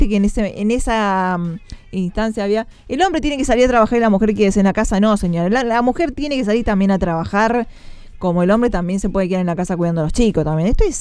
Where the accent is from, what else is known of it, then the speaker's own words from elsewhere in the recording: Mendoza, Argentina; Soy mendocina, una mezcla porteña, puntana, pero el Cuarteto es lo más.